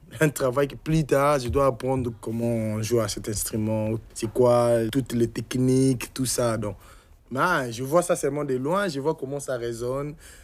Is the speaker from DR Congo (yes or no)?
yes; Kinshasa, DR Congo; born there; Mais comme je suis né à Kinshasa